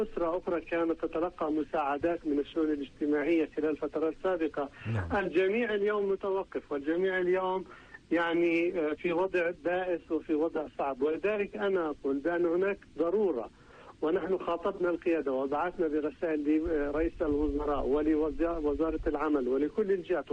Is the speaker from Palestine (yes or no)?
yes; Palestine; نحن كشعب فلسطيني